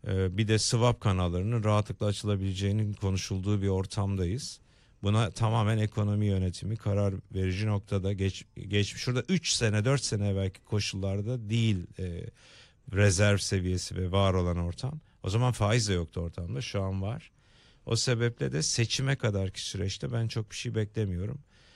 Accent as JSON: {"language": "Turkish", "region": "Istanbul", "country": "Turkey", "tie": "born there", "said": "Ben bir varoş çocuğuyum, hep bunu söylerim. Zeytinburnu'nda doğdum."}